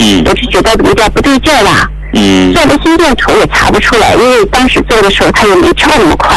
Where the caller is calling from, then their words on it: Yantai, Shandong, China; 我是来自山东烟台的哈。